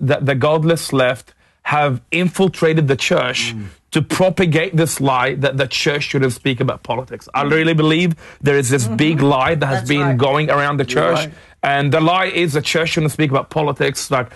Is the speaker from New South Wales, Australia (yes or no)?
yes; Sydney, New South Wales, Australia; It is awesome to be here all the way from Sydney, Australia.